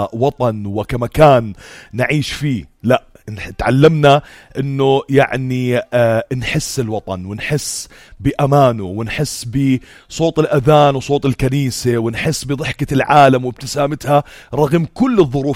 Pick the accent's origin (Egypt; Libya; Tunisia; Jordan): Jordan; أنا كأردني فخور بإني ابن هاي الأرض،